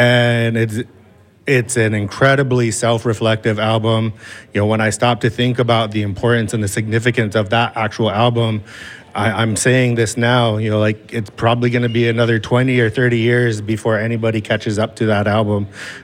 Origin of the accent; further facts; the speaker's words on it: Tama, Iowa, United States; I'm your host … I come from the Squawky Nation in Tama, Iowa.